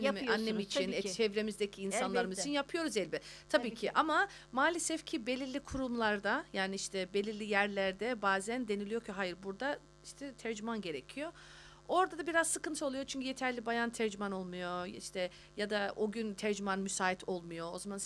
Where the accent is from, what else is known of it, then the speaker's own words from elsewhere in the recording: Australia; bizler burada doğup büyüdük